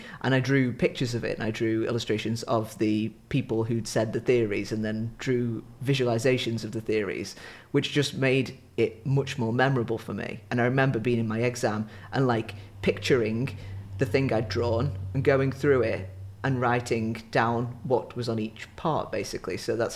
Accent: Stoke-on-Trent, West Midlands, United Kingdom; I am an illustrator from Stoke-on-Trent.

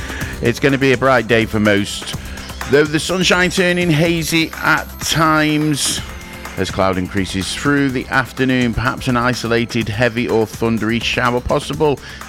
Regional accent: Stoke-on-Trent, West Midlands, United Kingdom; we know we're from Stoke.

